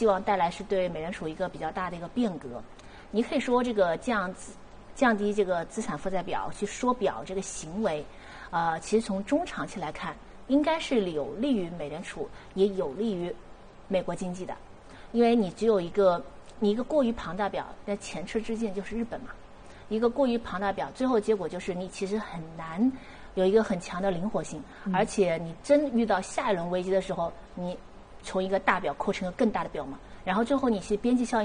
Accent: China; 我们中国人

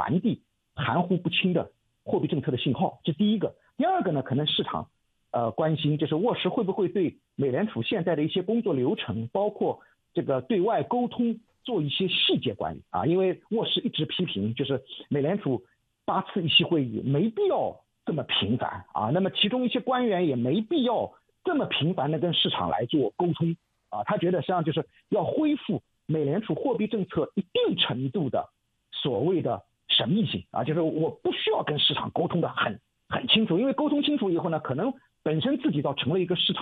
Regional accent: China; 我们中国人

